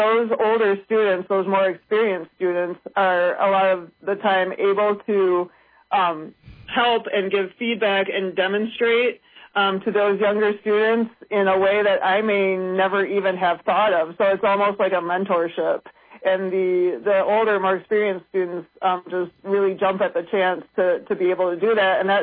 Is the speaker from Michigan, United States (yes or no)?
yes; Port Huron, Michigan, United States; I grew up in Port Huron, Michigan, and we were not a competitive marching band.